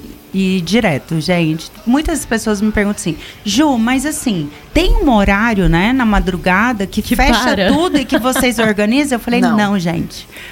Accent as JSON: {"language": "Portuguese", "town": "Goiânia", "region": "Goiás", "country": "Brazil", "tie": "born or raised there", "moved": "as an adult", "lives_now": "Brasília, Brazil", "said": "Eu sou de Goiânia, vocês falaram que é de Minas, eu sou de Goiânia, amo ter nascido lá. Mas Brasília, eu vim para cá com 20 e poucos anos, Brasília se tornou a minha cidade do coração."}